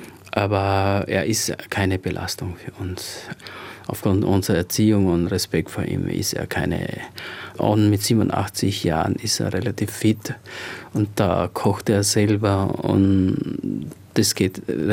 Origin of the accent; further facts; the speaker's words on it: Cambodia; now in Europe; Wenn ich dort bin, dann sehen sie mich nicht mehr als Kambodschaner.